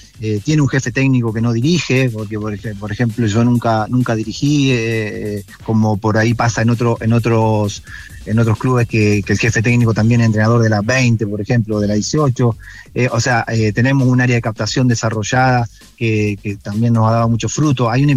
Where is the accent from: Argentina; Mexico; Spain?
Argentina; now in Chile; soy argentino